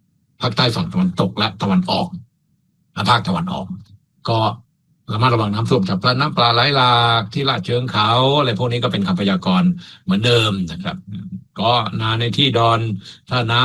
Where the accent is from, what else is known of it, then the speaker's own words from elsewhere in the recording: Suphan Buri, Thailand; จังหวัดที่ผมเกิดและเติบโตสุพรรณบุรีก็ทำนากันเยอะนะครับ